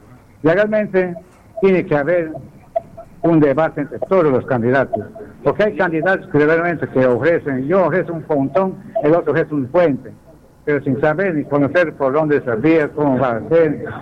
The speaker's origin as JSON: {"language": "Spanish", "country": "Peru", "said": "Como buen peruano, pues llegan a las 7:30, 8:30."}